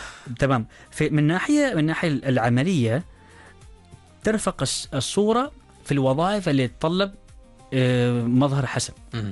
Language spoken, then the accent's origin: Arabic; Oman; هل أنا كبنت عمانية خريجة أحط صورتي في اللينكدين أم لا